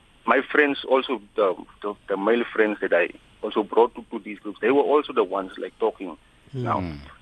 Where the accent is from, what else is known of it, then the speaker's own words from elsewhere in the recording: Rehoboth, Hardap, Namibia; moved away; And I came to my hometown, which is Rehoboth